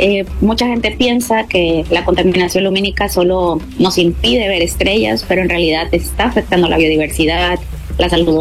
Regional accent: Baja California Sur, Mexico; el lugar donde antes vivía, que era Baja California Sur. Yo soy de acá, de la Baja, y bueno, me regreso

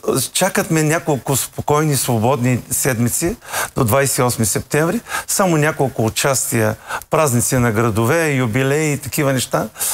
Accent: Polski Trambesh, Veliko Tarnovo Province, Bulgaria; born or raised there; moved away

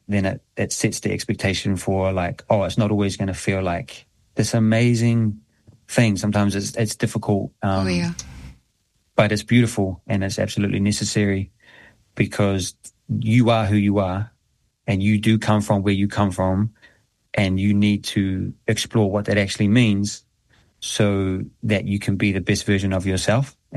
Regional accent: New Zealand; I look back at my childhood growing up in New Zealand

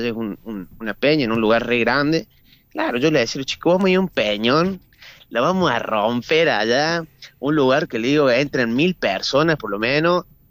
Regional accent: Alta Gracia, Córdoba, Argentina; nosotros somos de Altagracia, está a 40 minutos de acá

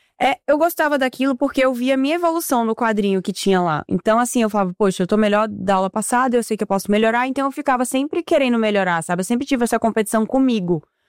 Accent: São Paulo, Brazil; born there; also born or lived in Recife; porque eu morava aqui em São Paulo, eu nasci aqui em São Paulo. E aí, aqui em São Paulo, eu comecei na ginástica olímpica. Aí me mudei pra Recife, porque meus pais se mudaram por conta de trabalho.

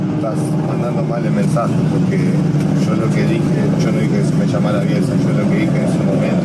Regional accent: Uruguay; Y obviamente que uno siendo uruguayo, jamás le diría que no a la selección.

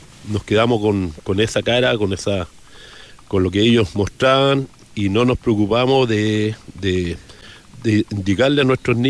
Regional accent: Arica, Arica y Parinacota, Chile; nosotros los nortinos, los ariqueños somos distintos

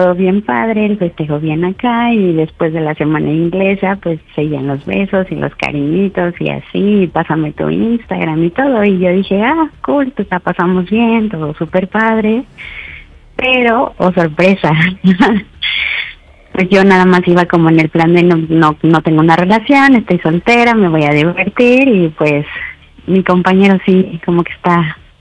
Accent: Mexico City, Mexico; de la Ciudad de México y tengo 36 años.

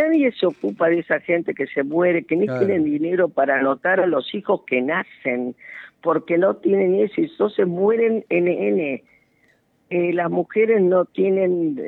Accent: Argentina; Acá hemos dado, damos pruebas de que somos argentinos, que amamos, yo he recorrido mi país, lo amo

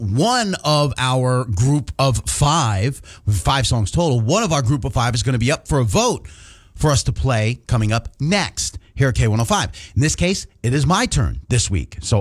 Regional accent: New York, United States; moved away; Sunday, I leave to go back to New York, where I grew up.

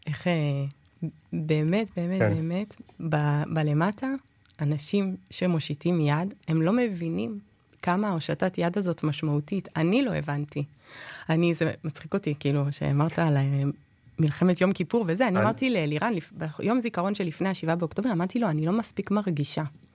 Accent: Jerusalem, Jerusalem District, Israel; now in Tel Aviv, Israel; אני ירושלמית לנצח

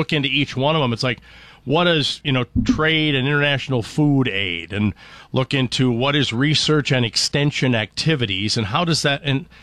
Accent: Brainerd, Minnesota, United States; At our cabin growing up in Brainerd, we had a wall heater in two different rooms

